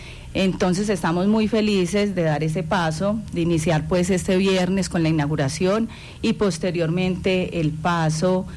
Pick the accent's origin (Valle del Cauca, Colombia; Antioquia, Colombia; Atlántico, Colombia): Antioquia, Colombia; Guarne; also born or lived in Medellín; no nací en Guarne, pero vivo en Guarne, pues he vivido en Guarne prácticamente toda mi vida. Hice aquí mi bachillerato, mi primaria, la universidad, pues sí me fui para Medellín y regresé pues a Guarne. Entonces soy guarneña.